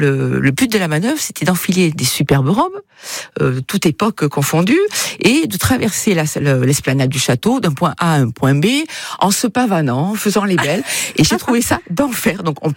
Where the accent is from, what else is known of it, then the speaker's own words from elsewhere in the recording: Nouvelle-Aquitaine, France; moi je viens des Landes, le pays du rugby